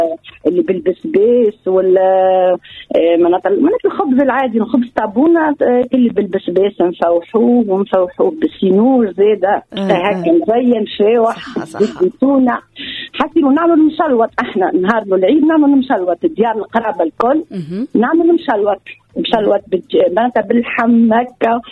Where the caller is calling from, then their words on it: Korba, Nabeul Governorate, Tunisia; احنا في قربة أول حاجة عنا حاجة خاصة بقربة بولايتنا بالكابون